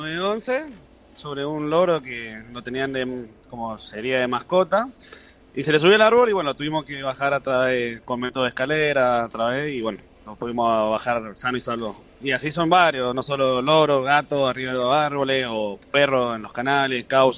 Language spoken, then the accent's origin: Spanish; Guaymallén, Mendoza, Argentina; Y bueno, a los 18 años, cuando cumplí la mayoría de edad, pasé a formar parte del cuerpo de Guaymallén. Yo soy vecino de Guaymallén.